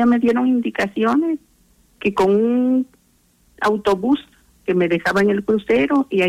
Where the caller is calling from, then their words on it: Oaxaca, Mexico; Estoy acá en la ciudad de Oaxaca, soy oaxaqueño.